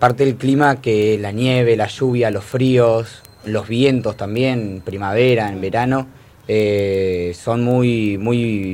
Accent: Río Gallegos, Santa Cruz, Argentina; born there; Y nada, nací acá en Río Gallegos

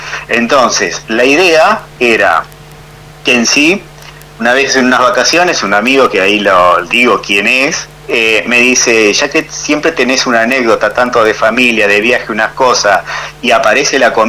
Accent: 25 de Mayo, Argentina; born there; moved away; mi madre, que vive en el interior, la ciudad de 25 de Mayo, donde yo nací.

